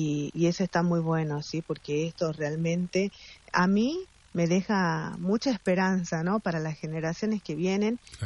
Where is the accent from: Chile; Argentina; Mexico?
Argentina; Amaicha del Valle, Tucumán; now in San Miguel de Tucumán, Argentina; yo soy de Tucumán, pero no de Capital. Soy de un lugar que está a 200 kilómetros de Tucumán, que es una comunidad originaria también.